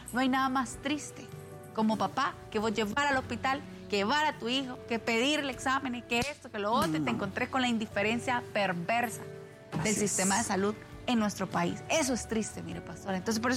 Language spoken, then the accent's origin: Spanish; Honduras; hablo de Honduras porque aquí estamos nosotros